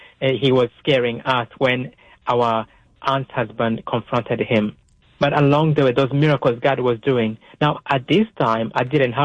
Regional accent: Rwanda; moved away; when I was 7 years old growing up in Rwanda.

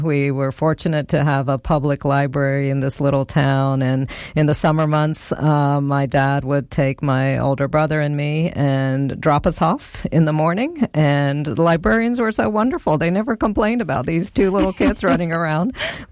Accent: Statesboro, Georgia, United States; born or raised there; English is a second language; also born or lived in India

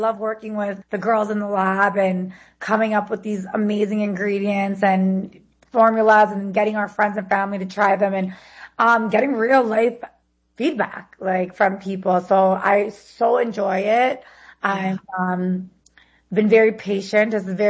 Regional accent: Toronto, Ontario, Canada; I'm a Canadian. I am a Canadian from Toronto, but we launched the brand in the United States.

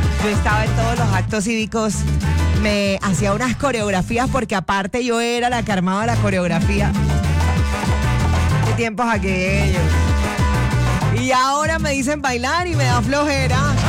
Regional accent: Caribbean Region, Colombia; Usted ya sabe que yo soy costeña o usted no se da cuenta.

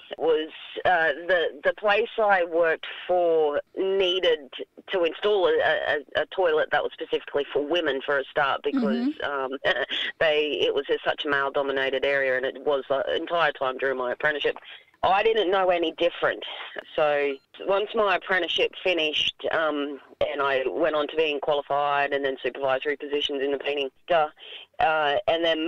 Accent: Queensland, Australia; now in Redcliffe, Australia; I grew up on Turrbal Country in Spurn and now live on Gubba Gubba Land in Redcliffe, Queensland.

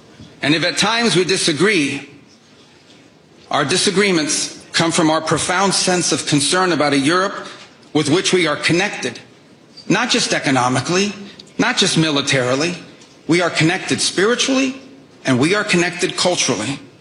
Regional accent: United States; we Americans

